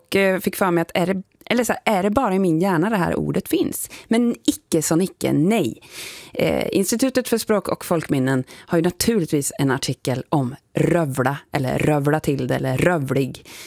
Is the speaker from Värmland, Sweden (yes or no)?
yes; Värmland, Sweden; accent: Värmland dialect; Alltså vi i värmlänningar, vi älskar att höra vår egen dialekt.